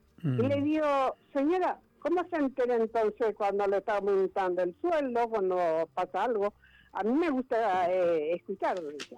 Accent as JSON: {"language": "Spanish", "town": "Moreno", "region": "Buenos Aires Province", "country": "Argentina", "said": "Yo soy de Moreno."}